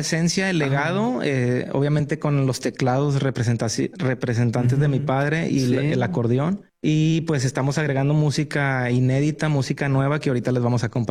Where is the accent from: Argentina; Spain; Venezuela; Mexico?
Mexico; Monterrey, Nuevo León; now in United States; radico en los Estados Unidos, pero aquí soy totalmente regio.